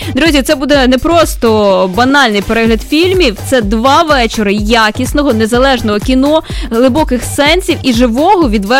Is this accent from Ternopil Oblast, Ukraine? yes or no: no; Bila Tserkva, Kyiv Oblast, Ukraine; Наше рідне місто Біла Церква